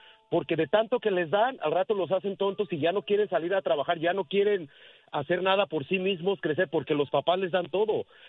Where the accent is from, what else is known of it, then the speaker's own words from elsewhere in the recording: Mexico; una serie que exactamente habla de la vida, como es la vida de nosotros como hispanos o como mexicanos en México